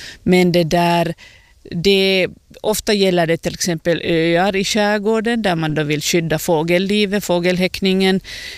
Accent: Finland

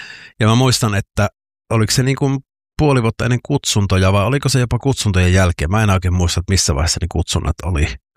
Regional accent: Joensuu, North Karelia, Finland; moved away as an adult; now in Helsinki, Finland; minähän olen siis Joensuusta kotoisin ja siellä elin lukion loppuun sitten olin yhden välivuoden siellä hengailin

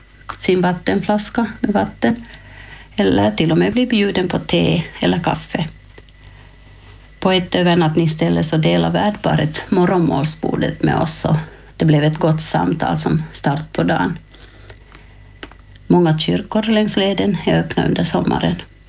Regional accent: Kokkola, Ostrobothnia, Finland; och den österbottniska delen av leden börjar faktiskt här i Karleby, som är min hemort.

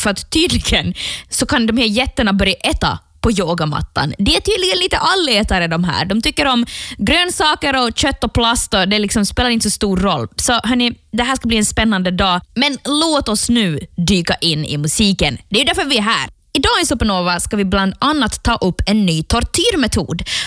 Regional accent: Ostrobothnia, Finland; now in Stockholm, Sweden; nu är jag hemma i Österbotten över sommaren och det betyder att mitt liv är ganska händelserikt.

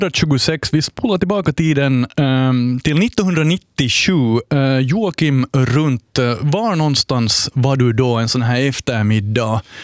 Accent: Karis, Uusimaa, Finland; Ja, jag är ju från Karis.

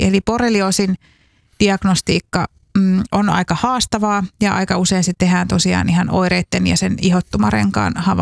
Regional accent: Saarijärvi, Central Finland, Finland; mähän olen Saarijärveltä kotoisin.

